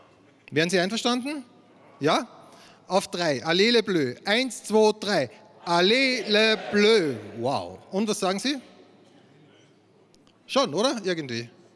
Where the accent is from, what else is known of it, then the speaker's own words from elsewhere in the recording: Austria; ich komme aus Österreich